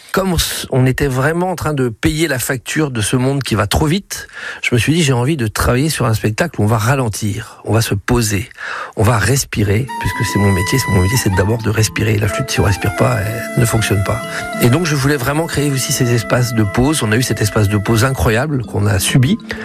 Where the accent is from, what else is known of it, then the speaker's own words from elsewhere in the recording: Brittany, France; Je suis né en Bretagne, j'ai vécu en Bretagne